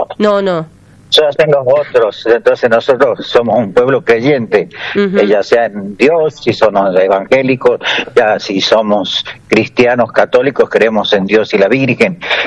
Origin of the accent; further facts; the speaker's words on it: Tucumán, Argentina; me he criado ahí en Amalia